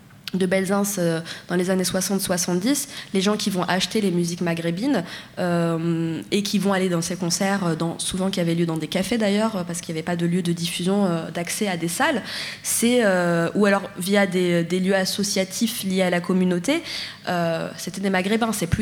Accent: Paris, Île-de-France, France; Après tout ce que j'ai compris en tant que parisienne, la plaine, ça reste le centre de Marseille, le MUCEM aussi.

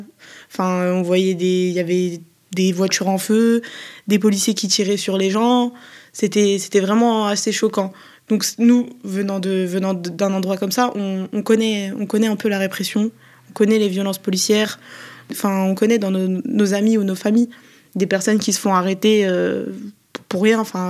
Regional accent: Sevran, Île-de-France, France; je viens de Sevran, et malgré ça, on se retrouve quand même, nous, banlieusards

